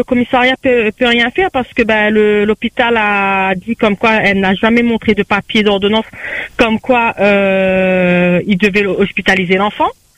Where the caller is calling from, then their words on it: La Possession, Réunion; j'habite à la Possession